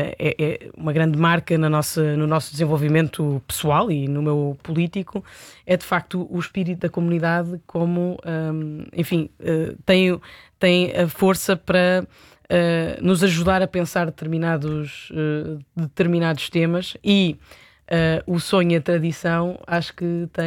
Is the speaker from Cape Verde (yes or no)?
no; Coimbra, Centro, Portugal; born there; Nasci em Coimbra, vivo em Coimbra.